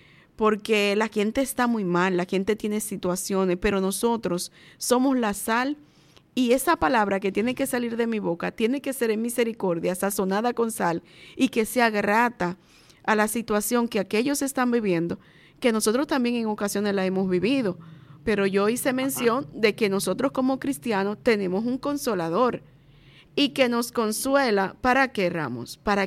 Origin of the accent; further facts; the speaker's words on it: Dominican Republic; muchos de nosotros los dominicanos